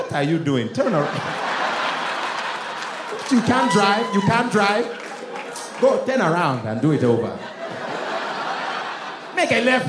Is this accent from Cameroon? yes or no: no; Nigeria; And I would always tell people, they don't believe I'm Nigerian. I said, dude, call my parents' house, right?